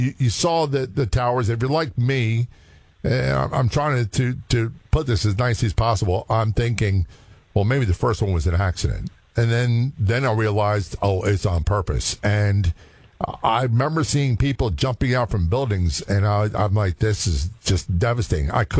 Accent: Passaic, New Jersey, United States; born there; I was born in Passaic. My family settled there from Ireland.

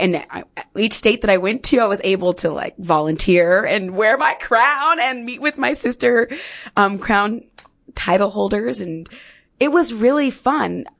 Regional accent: Fresno, California, United States; My hometown hero … she has 6 Tonys and she's from Fresno, California.

